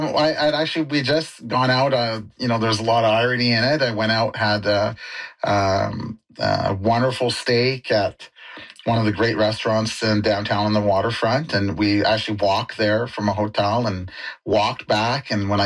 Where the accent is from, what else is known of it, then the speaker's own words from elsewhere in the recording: Maple Ridge, British Columbia, Canada; she asked me where I was from, and I was like, I'm from Maple Ridge and stuff like that.